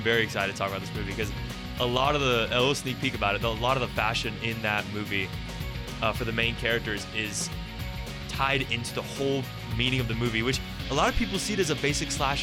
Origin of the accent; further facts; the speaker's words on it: Southern United States, United States; As someone who's, we're both from the South